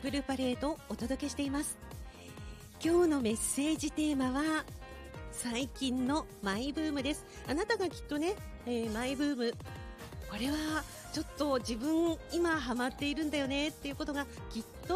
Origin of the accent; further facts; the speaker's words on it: Kushiro, Hokkaido, Japan; born there; 私釧路で生まれてますけど